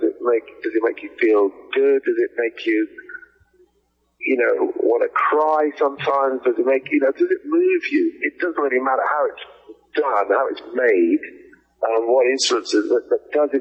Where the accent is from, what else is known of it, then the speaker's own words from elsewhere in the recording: England, United Kingdom; born there; also born or lived in Canada; Well, I was born in England. My parents were Welsh, but I was born in England, and we travelled a lot. We moved a lot. We moved 18 times.